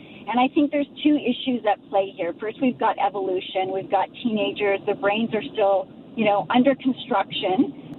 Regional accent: Germany; English is a second language; But I grew up in Germany, and we always had what were called mopeds and mofas, and they were pretty fast.

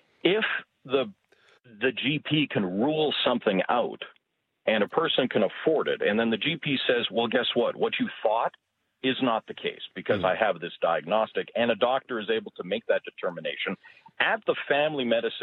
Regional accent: Alberta, Canada; moved away as an adult; also born or lived in Newfoundland; I grew up in Alberta, but we were living in Newfoundland at the time.

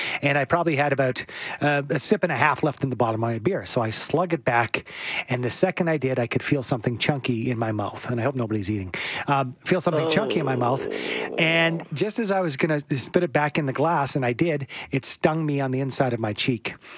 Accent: Edmonton, Alberta, Canada; born there; I was born in Edmonton, and I worked in Edmonton in the late 90s with both of you two.

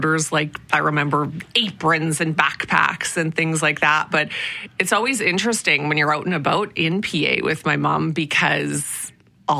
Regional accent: Prince Albert, Saskatchewan, Canada; But yeah, growing up in Prince Albert, Saskatchewan, and then high school was really where it was a pivotal moment that pointed me in the direction of broadcasting because of a teacher.

